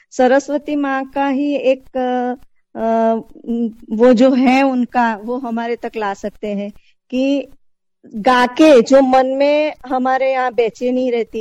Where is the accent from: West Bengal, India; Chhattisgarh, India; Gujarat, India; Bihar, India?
Gujarat, India; Surat; मैं सूरत से हूँ।